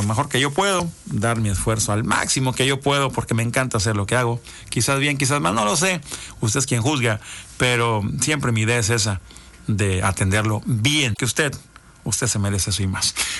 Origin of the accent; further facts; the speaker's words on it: Graciano Sánchez, Tamaulipas, Mexico; Cuando estaba allá en Graciano Sánchez, mi tierra de chamaco de primaria, yo creo que desde ahí me gustaba ya la radio